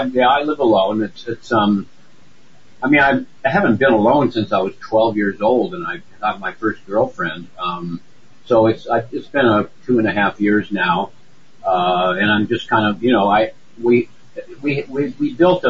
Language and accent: English; San Francisco, California, United States; now in West Marin County, United States; I've been here, I guess, for 55 years now. I grew up in San Francisco, so my hometown's not far away.